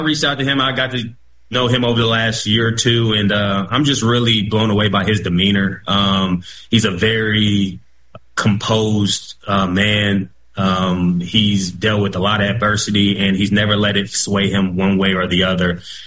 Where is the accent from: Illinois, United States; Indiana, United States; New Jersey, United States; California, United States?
Indiana, United States; Indianapolis; So I'm from Indianapolis, so I'm familiar with the area.